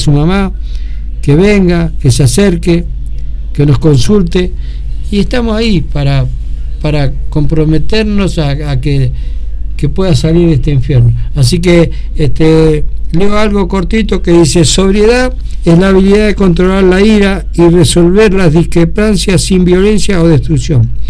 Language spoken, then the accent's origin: Spanish; Argentina